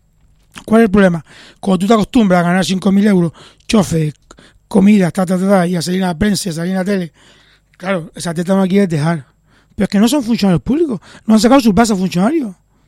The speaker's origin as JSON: {"language": "Spanish", "town": "Las Palmas", "region": "Canary Islands", "country": "Spain", "said": "Yo soy de Las Palmas y mira, nos llevamos bien."}